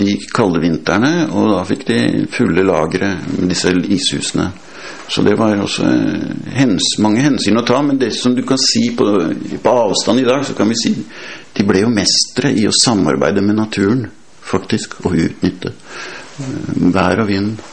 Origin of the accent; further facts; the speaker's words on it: Nesodden, Akershus, Norway; jeg vokste opp på Oksvall